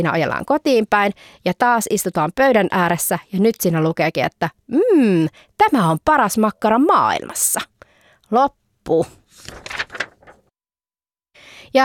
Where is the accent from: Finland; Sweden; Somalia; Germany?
Sweden; Finnish is a second language; Minun isä on suomalainen ja minä olen ruotsalainen. Osaan vain vähän suomea.